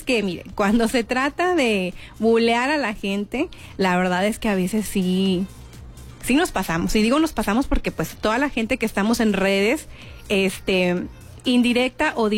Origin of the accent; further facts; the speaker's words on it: Piedras Negras, Coahuila, Mexico; yo creo que es algo que la gente que nacimos y crecimos en Piedras Negras y luego que a lo mejor hemos tenido oportunidad de vivir, ya sea por trabajo o lo que sea, en otra ciudad